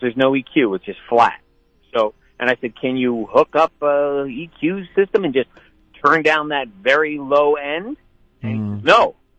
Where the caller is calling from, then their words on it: San Luis Obispo, California, United States; I'm calling from San Luis Obispo, California.